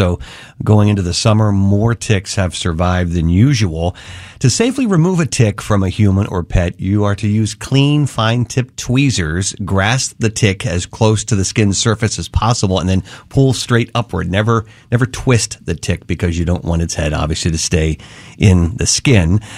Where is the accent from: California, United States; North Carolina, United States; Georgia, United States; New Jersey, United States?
New Jersey, United States; I grew up in the Pine Barrens. My brother and I spent a lot of time in the woods